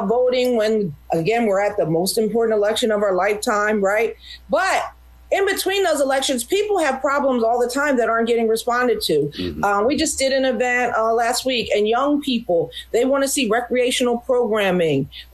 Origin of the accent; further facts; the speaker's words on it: United States; I come from Montgomery County.